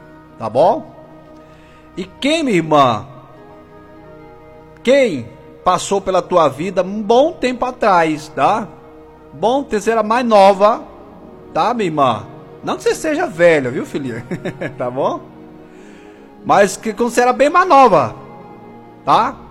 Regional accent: Goiânia, Goiás, Brazil; sou de Goiânia.

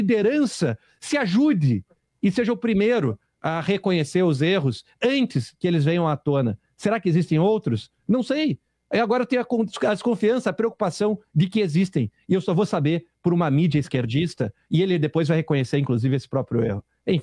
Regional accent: Brazil; Eu como cidadão, eu como brasileiro

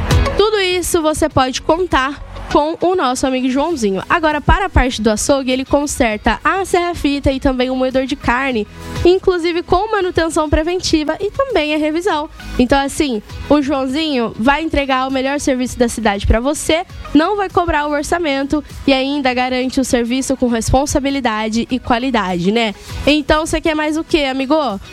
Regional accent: Brazil; a gente é brasileiro, né? E não desiste.

